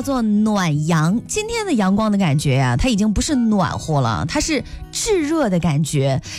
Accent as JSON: {"language": "Chinese", "region": "Henan", "country": "China"}